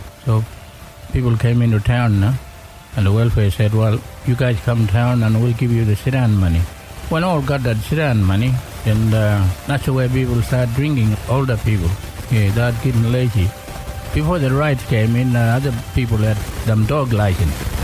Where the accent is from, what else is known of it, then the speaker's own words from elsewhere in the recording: Western Australia, Australia; I was born in River Gulbago in outside the New Napier on that limestone range. That's where I was born. There was no house, no doctor. I was born in bush.